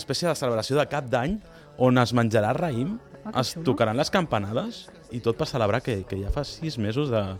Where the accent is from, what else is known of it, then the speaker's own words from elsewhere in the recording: Sant Esteve, Catalonia, Spain; jo soc de Sant Esteve